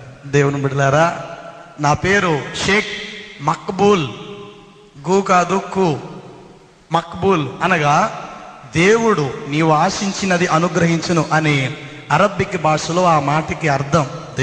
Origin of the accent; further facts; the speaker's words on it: Rajahmundry, Andhra Pradesh, India; మా స్వగ్రామం రాజమండ్రి మస్జీద్ సెంటర్ జాంపేట